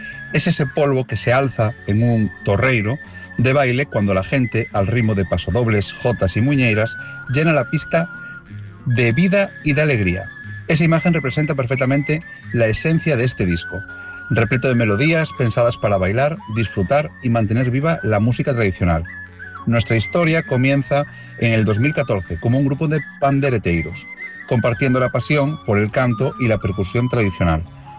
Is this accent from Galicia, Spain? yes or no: yes; Galicia, Spain; un grupo de música folk del norte de A Coruña